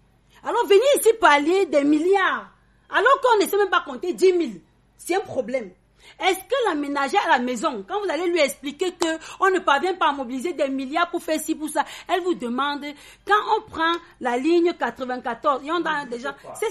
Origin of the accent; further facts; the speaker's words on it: Cameroon; en tant que Camerounaise.